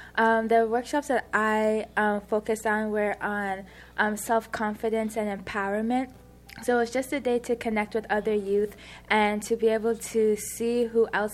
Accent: Kitchener, Ontario, Canada; growing up in the Kitchener-Waterloo region

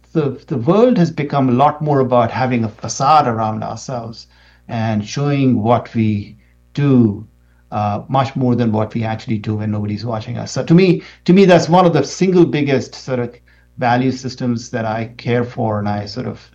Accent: India; now in United States; I come from India originally, which is a country which is, very big country with a lot of people and very high competition for resources.

